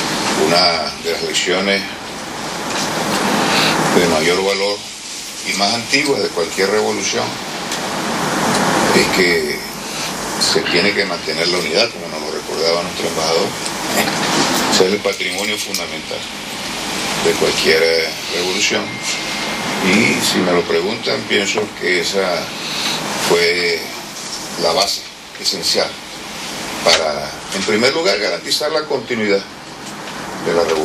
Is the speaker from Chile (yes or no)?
no; Venezuela; en la defensa de nuestra patria y de nuestro presidente Nicolás Maduro